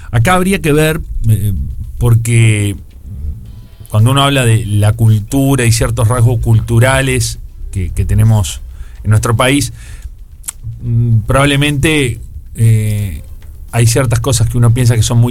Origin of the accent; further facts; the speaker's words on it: Uruguay; el ser uruguayos.